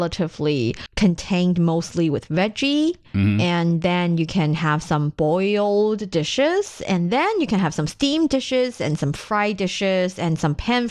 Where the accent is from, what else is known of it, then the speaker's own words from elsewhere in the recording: Taiyuan, Shanxi, China; Well, I am from Taiyuan, which is the provincial capital of Shanxi Province